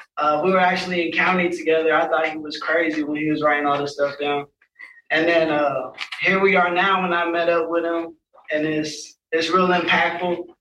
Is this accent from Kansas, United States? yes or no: yes; Garden City, Kansas, United States; moved away; also born or lived in Albuquerque, New Mexico; I was born in Albuquerque, New Mexico. I also grew up in Garden City, Kansas, a little town. I'm 27 years old currently.